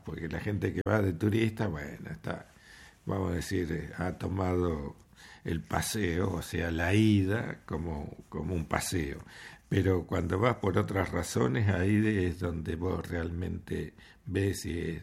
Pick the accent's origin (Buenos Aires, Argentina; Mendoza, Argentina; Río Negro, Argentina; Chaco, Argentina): Buenos Aires, Argentina; born there; Yo nací en Capital Federal.